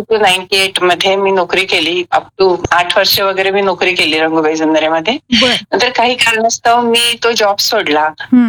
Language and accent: Marathi; Jalgaon, Maharashtra, India; moved away as an adult; also born or lived in Thane; now in Nashik, India; मी मूळची जळगावची आहे.